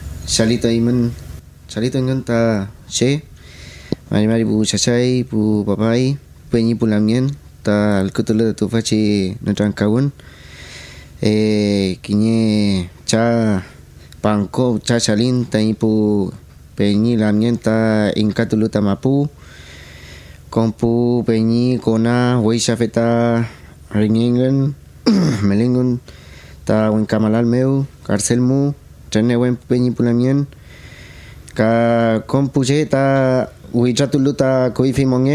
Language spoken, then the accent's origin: Spanish; Penco, Biobío, Chile; born or raised there; also born or lived in Chiguayante